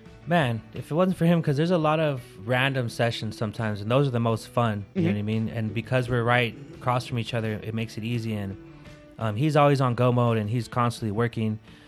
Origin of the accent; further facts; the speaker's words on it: Ontario, California, United States; I grew up near Pomona in Ontario, Chino area.